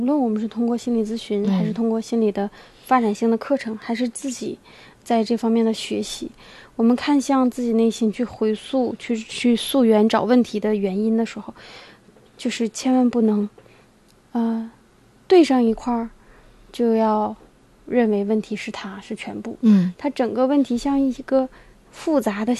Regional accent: China; 我们中国人

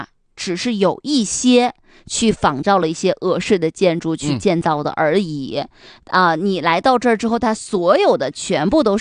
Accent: Northeast China, China; accent: Northeastern Mandarin; 我们东北话讲

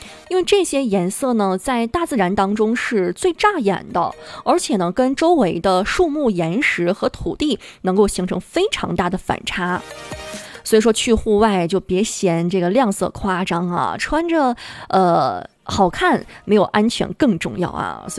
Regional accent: Harbin, Heilongjiang, China; 像咱们哈尔滨人周末都喜欢往这个周边走一走

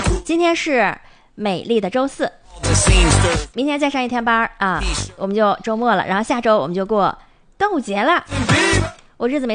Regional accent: Harbin, Heilongjiang, China; 咱们哈尔滨人

